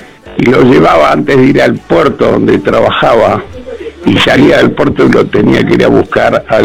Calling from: San Bernardo, Argentina; de San Bernardo

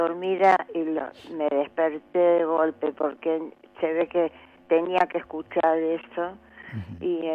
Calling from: Buenos Aires, Argentina; de Congreso.

